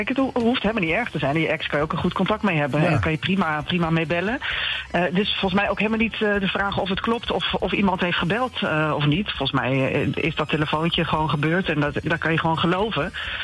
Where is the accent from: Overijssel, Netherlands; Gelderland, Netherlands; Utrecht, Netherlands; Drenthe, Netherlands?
Overijssel, Netherlands; Raalte; born there; En op Valentijnsdag sta ik in Raalte, mijn geboortedorp.